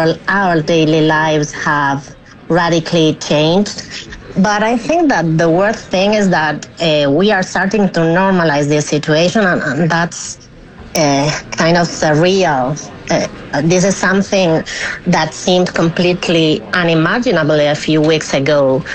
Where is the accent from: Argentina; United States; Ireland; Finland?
Argentina; moved away as an adult; now in Ceuta, Spain; I was not born in Ceuta, but I've been living here for 17 years. I'm from Argentina, actually.